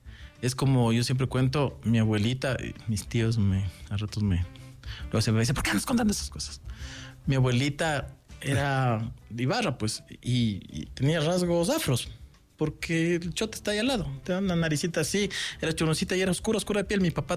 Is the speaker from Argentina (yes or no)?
no; Mexico; la primera vez que me di cuenta que teníamos acento, porque claro, yo era de los que no, aquí no tenemos acento, vamos, fue cuando comencé a salir con el grupo de teatro con el que trabajaba muy jovencito a festivales internacionales. E ibas a otro lugar, primero que todo el mundo te decía mexicano.